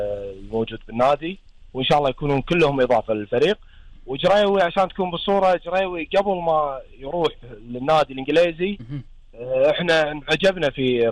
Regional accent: Kuwait

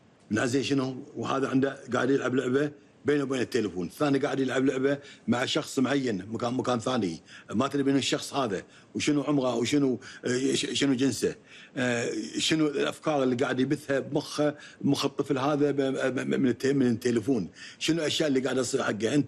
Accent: Kuwait

